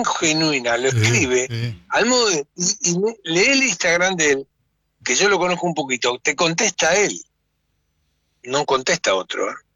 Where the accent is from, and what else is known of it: Argentina